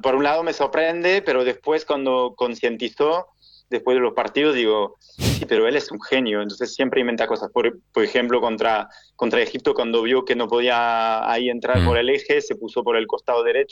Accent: France; also born or lived in Argentina; now in Barcelona, Spain; soy francés y amo a Argentina, entonces me encuentro un poco entre los dos. Yo viví en Argentina

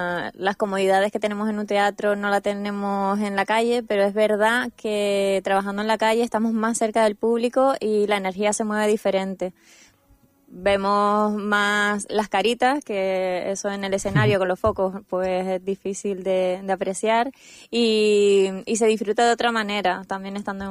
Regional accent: Canary Islands, Spain; Sí, canaria, de Gran Canaria.

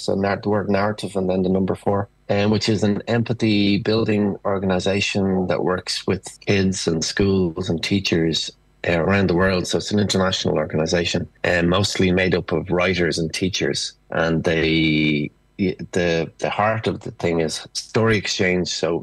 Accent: Ireland; And I suppose as Irish people, we have a sense of we are rare in the Western world as a country that never colonized, and we were done to rather than the doing.

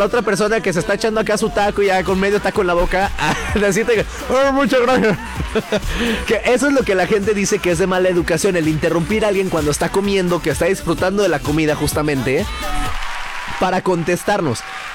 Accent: Mexico; nosotros normalmente como mexicanos

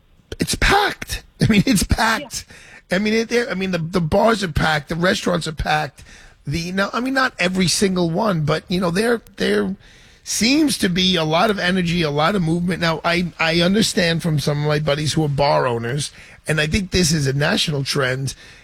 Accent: New York, United States; I'm a New Yorker. I'm rooting for New York.

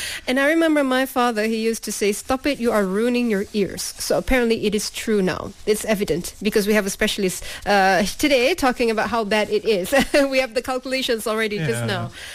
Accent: Perlis, Malaysia; because my hometown is really far away, Perlis.

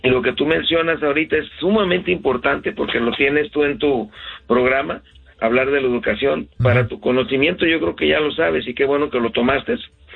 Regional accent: Mexico; Y nosotros como mexicanos de contemporáneos tenemos 500 años de historia

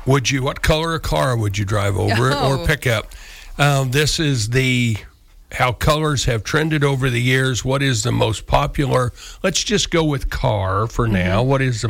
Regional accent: Morganville, Kansas, United States; Morganville, which mm-hmm. I left out, my hometown

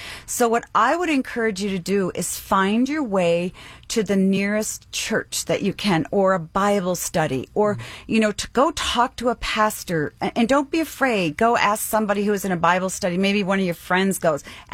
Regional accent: Boston, Massachusetts, United States; And I had my first top choices were Boston. I was from Boston.

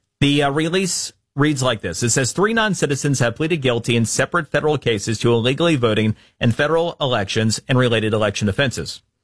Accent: Florida, United States; For example, in my home state of Florida, where this story emanated from this week

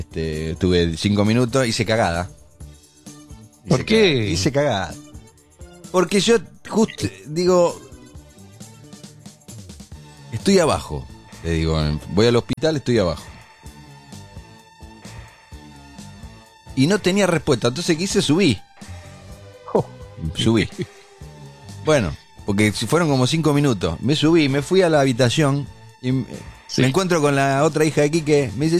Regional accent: Argentina; Somos todos argentinos, somos distintos, somos diversos.

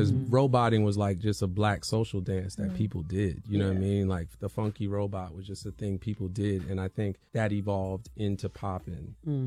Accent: East Coast, United States; moved away as an adult; I'm from the East Coast

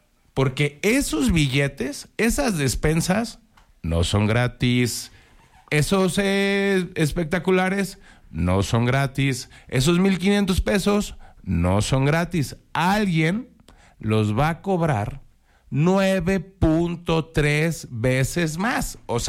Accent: Aguascalientes, Mexico; Pues somos iguales, somos mexicanos. Somos hermanos, somos hidrocálidos.

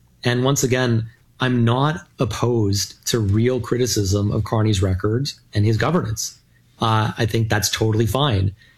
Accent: Canada; I mean, I find that offensive as a Canadian, right?

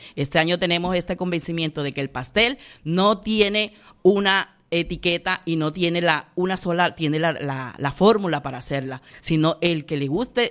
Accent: Pital de Megua, Atlántico, Colombia; somos corregimiento de Baranoa.

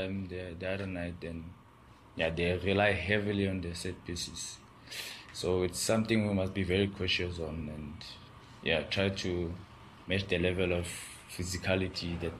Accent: South Africa; as a South African who grew up in different cultures and different environments, people of South Africa are happy when you win.

